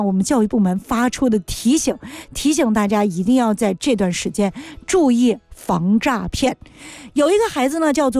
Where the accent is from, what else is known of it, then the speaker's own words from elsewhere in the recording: Guangdong, China; 我们广东人